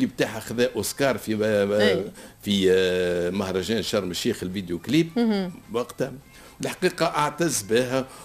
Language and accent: Arabic; Tunisia; accent: Tunisian; نحن لهجتنا سهله اما لكن طريقة غنانا الغناء نتاعنا الأداء نتاعنا يختلف.